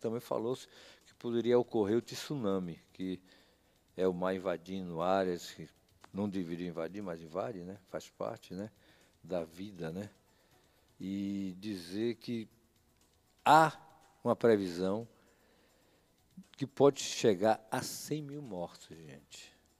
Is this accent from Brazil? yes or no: yes; Brazil; nossa solidariedade como brasileiros